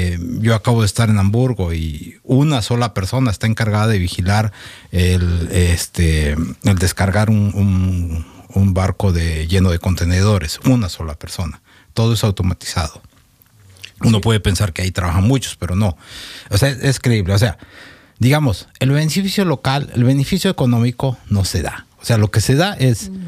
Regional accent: Mexico; Que yo soy mexicano y lo digo de todo corazón

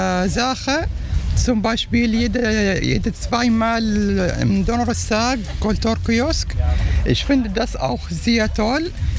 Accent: Syria; Ich komme aus Syrien.

